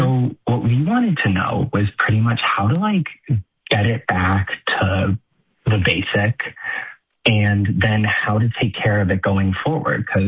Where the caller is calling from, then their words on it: South Dartmouth, Massachusetts, United States; I'm calling from South Dartmouth, Massachusetts.